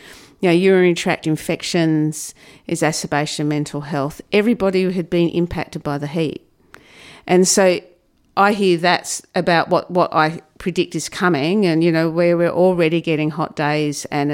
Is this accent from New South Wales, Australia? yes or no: yes; Broken Hill, New South Wales, Australia; you know, I grew up in Broken Hill. We're kind of bred tough up there when it comes to heat.